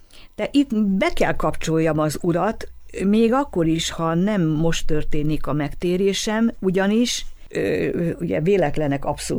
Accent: Hungary; born there; A Balatonparton csodákat él meg az ember

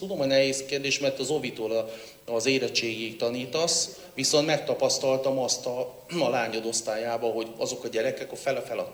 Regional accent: Hungary; ha érzik, hogy mi magyarként szeretjük őket

